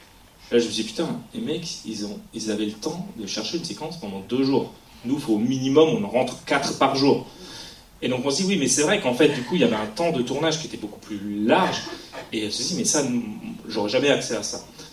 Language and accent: French; Grand Est, France; j'ai grandi en Haute-Marne, j'ai grandi juste à côté de Saint-Dizier.